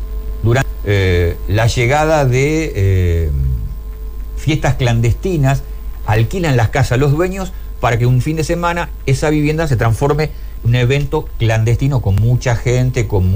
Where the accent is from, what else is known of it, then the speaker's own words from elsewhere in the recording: Granadero Baigorria, Santa Fe, Argentina; aquí que somos de Baigorria